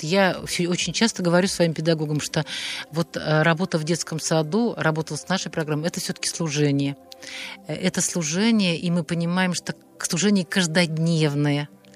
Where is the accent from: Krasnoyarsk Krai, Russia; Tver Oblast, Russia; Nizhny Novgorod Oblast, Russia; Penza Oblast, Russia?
Nizhny Novgorod Oblast, Russia